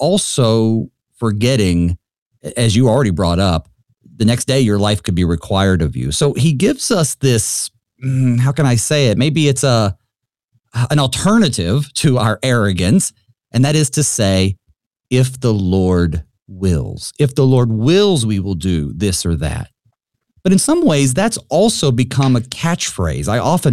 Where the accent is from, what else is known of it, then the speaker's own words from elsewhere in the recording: the South, United States; I'm from the South